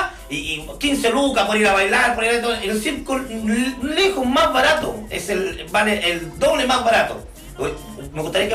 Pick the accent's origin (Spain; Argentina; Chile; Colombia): Chile; Punitaqui, Coquimbo; Somos del pueblo de Punitaqui